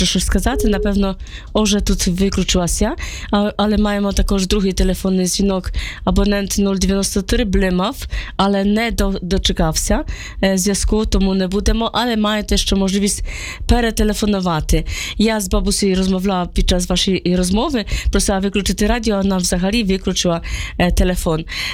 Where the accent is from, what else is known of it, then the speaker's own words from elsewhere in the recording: Starunia, Ivano-Frankivsk Oblast, Ukraine; now in Chicago, United States; Я слухаю вас в Чикаго. Я сама родом зі Старуні.